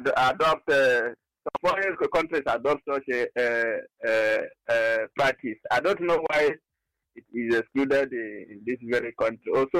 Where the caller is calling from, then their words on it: Uganda; I'm with you from Uganda.